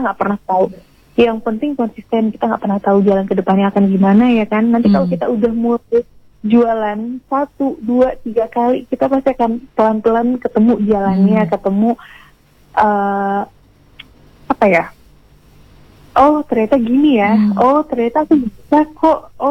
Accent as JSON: {"language": "Indonesian", "region": "East Nusa Tenggara", "country": "Indonesia", "tie": "born or raised there", "said": "Karena memang aku dari kecil di NTT"}